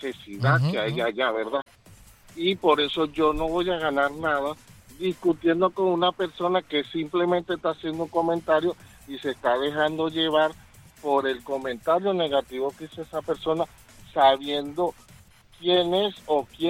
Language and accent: Spanish; Venezuela; now in United States; soy oriundo de Venezuela.